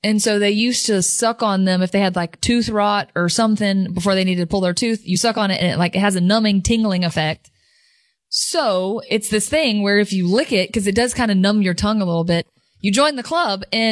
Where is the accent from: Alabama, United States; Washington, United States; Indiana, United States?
Alabama, United States; Birmingham; also born or lived in New Jersey; I wasn't born in Birmingham. I was born in New Jersey. But pretty much, I mean, I lived here all my life, grew up here.